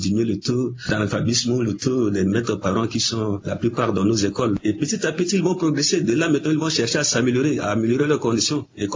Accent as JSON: {"language": "French", "town": "Bria", "region": "Haute-Kotto", "country": "Central African Republic", "said": "ici chez nous, à Bria."}